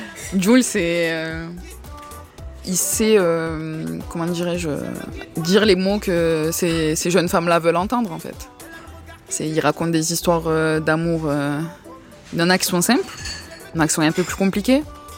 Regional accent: Marseille, Provence-Alpes-Côte d'Azur, France; accent: strong Marseille accent; moi déjà de base en tant que Marseillaise on se prenait un mépris

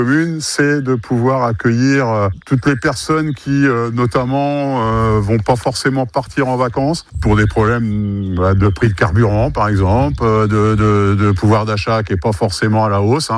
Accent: Ambrières-les-Vallées, Pays de la Loire, France; Personnellement, je suis originaire d'Ambrières-les-Vallées, qui est juste à côté.

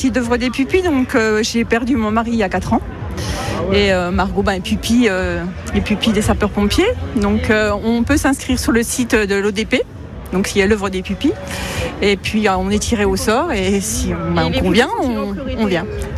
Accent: Tomblaine, Grand Est, France; Bonjour, on vient de Tomblaine à côté de Nancy.

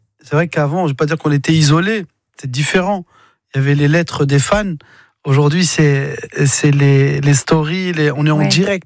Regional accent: Mantes-la-Jolie, Île-de-France, France; je viens de Mantes-la-Jolie, d'un milieu ouvrier.

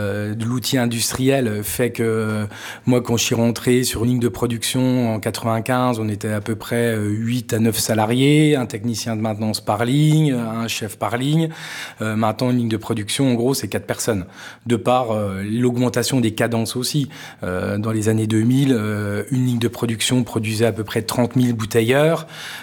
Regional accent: Vittel, Grand Est, France; born there; Moi, je suis né à Vittel, je suis né en 76, je suis un des derniers nés à Vittel, hein, parce qu'après la maternité a fermé. Donc on est très attaché à notre territoire.

